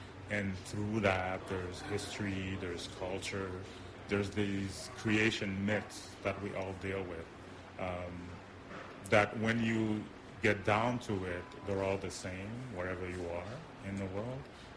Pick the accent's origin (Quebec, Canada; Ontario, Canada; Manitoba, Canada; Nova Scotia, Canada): Quebec, Canada; Montreal; also born or lived in Haiti / Queens, New York, United States; And so I was born in Haiti, but brought up in Montreal and in Queens, New York. So to me, the aspect of identity is not really clear.